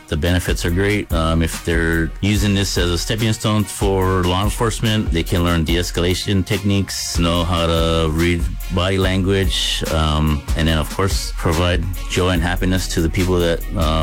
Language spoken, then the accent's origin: English; Hawaii, United States; moved away; also born or lived in Albuquerque, New Mexico; I was born in Albuquerque and raised in Hawaii.